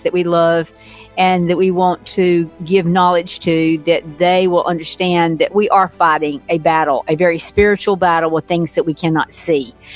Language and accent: English; Georgia, United States; when I was growing up in South Georgia, I mean, I didn't even have a telephone in my home.